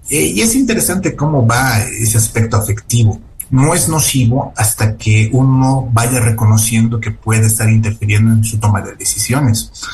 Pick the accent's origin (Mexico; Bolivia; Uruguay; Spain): Bolivia; como bolivianos, deberíamos preguntarnos cuál es el rol de nuestras universidades en esto.